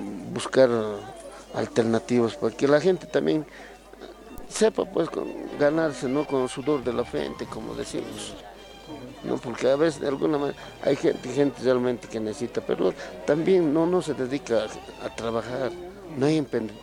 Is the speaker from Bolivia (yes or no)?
yes; Bolivia